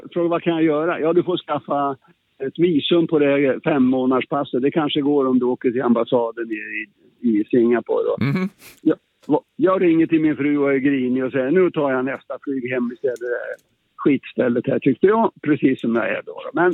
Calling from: Sweden; Hon jobbade utomlands och jag var hemma i Sverige.

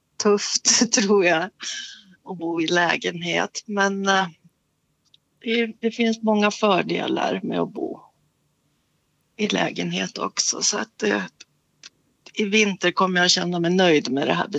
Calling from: Näverede, Jämtland County, Sweden; Jag är hemma på Älvbrinken i Näverede i Ragunda kommun.

